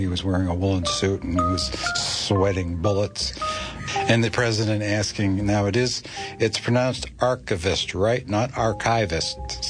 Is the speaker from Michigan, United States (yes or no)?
no; Beverly, Massachusetts, United States; I grew up in North Beverly, Massachusetts, and there was a branch of the Beverly Public Library within walking distance.